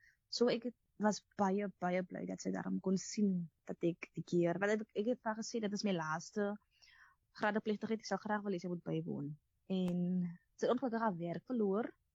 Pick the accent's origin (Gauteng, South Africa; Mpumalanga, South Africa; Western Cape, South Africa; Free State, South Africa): Western Cape, South Africa; Atlantis; ek is van Atlantis, ek bly in Island Place, ek bly in die Kort.